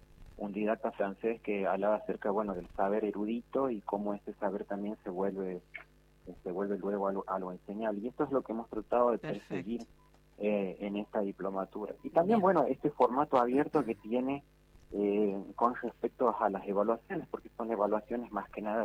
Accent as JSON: {"language": "Spanish", "region": "Catamarca", "country": "Argentina", "said": "como norteño, como catamarqueño"}